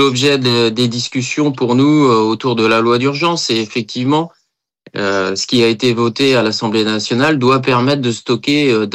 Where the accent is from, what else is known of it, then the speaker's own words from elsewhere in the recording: Nantes, Pays de la Loire, France; je suis nantais, maraîcher nantais.